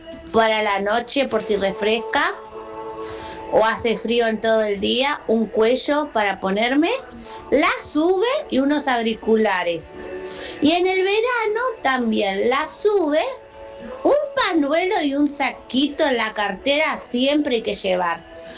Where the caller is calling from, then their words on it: Monte Grande, Buenos Aires Province, Argentina; de Monte Grande